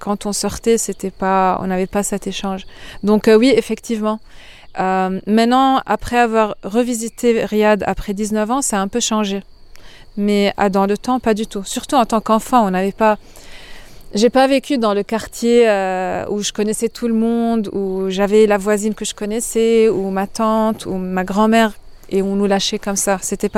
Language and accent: French; Lebanon; moved away as an adult; now in France; Maintenant j'ai quitté moi mon pays, j'habite en France, et j'ai de la chance de pouvoir appeler ma mère tous les jours et mes parents et de visiter le Liban assez souvent.